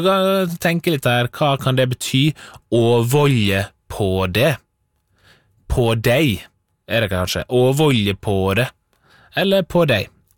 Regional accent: Møre og Romsdal, Norway; jeg er hjemme på Sunnmøre

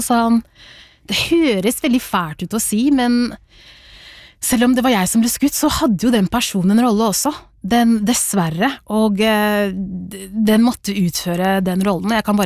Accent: Rakkestad, Østfold, Norway; also born or lived in Sierra Leone / Oslo; så ble jeg hentet, fra Sierra Leone til Norge, og bodde da der I Rakkestad kommune fra jeg var 3 år til 12 år gammel. Da flyttet vi til Oslo.

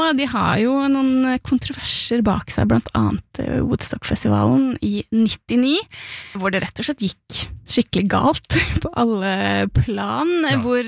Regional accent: Gvarv, Telemark, Norway; Altså, jeg kommer fra et fantastisk bit. Et lite sted I Midt-Telemark kalt Gvarv

